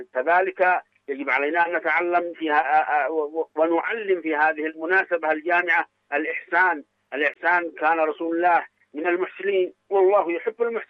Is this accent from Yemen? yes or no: yes; Yemen; نحن كشعب يمني وكمسلمين